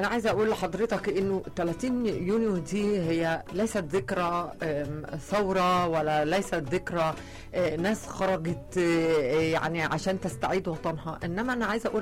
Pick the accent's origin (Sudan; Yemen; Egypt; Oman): Egypt; احنا كنا فقدنا الهوية يعني كمصريين